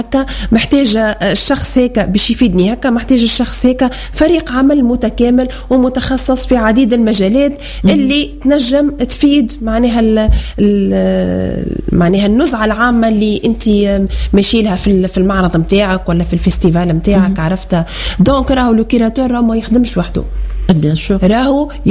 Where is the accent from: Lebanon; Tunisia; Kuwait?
Tunisia